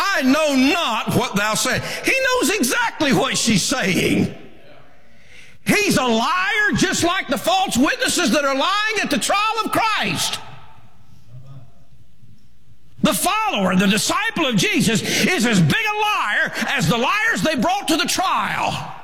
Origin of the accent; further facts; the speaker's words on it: United States; I've never been tempted to say, no, I'm not an American.